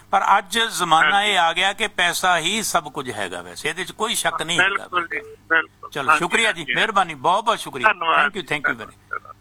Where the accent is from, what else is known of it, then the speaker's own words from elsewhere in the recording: Punjab, India; ਕਿਉਂਕਿ ਅਸੀਂ ਪੰਜਾਬ ਤੋਂ ਆਏ ਹਾਂ